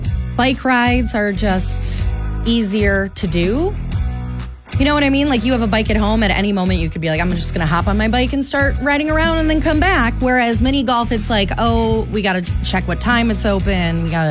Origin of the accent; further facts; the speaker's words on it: Michigan, United States; moved away; growing up in Michigan